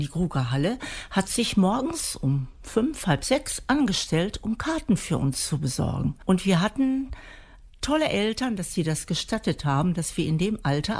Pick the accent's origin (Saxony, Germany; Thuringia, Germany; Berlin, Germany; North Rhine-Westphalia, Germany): North Rhine-Westphalia, Germany; Essen; ich bin in Essen groß geworden, bin dort zur Schule gegangen